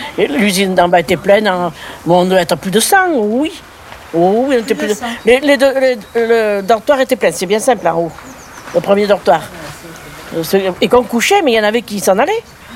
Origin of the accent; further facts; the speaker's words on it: La Forie, France; Mais je venais de La Forie.